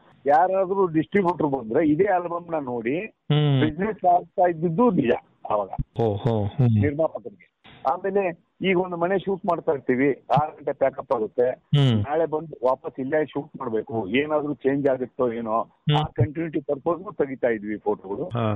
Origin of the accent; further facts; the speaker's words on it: Bagalkot, Karnataka, India; ನಾವು ಮೂಲತಃ ನಮ್ದು ಬಾಗಲಕೋಟೆ, ಮೂಲತಃ ಉತ್ತರ ಕರ್ನಾಟಕದವರು.